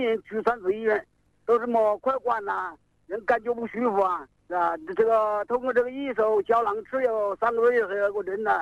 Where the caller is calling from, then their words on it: Honghu, Hubei, China; 我是洪湖的，洪湖大沙湖农场的。